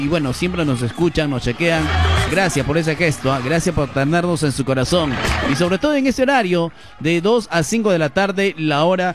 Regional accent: Peru; así de locos somos todos los peruanos

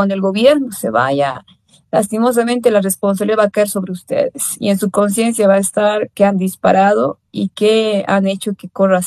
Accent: Bolivia

